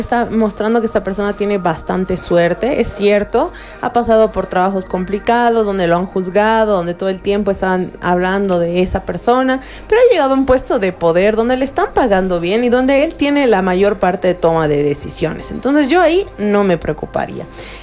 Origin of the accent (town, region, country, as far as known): Bolivia